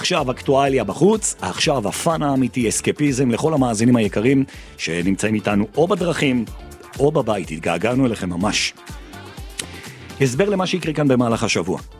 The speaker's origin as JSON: {"language": "Hebrew", "town": "Jerusalem", "region": "Jerusalem District", "country": "Israel", "said": "גם כירושלמי זה מוסיף לי יותר, ולכן הכבוד שלי לתשעה באב הוא עצום בצורה בלתי רגילה."}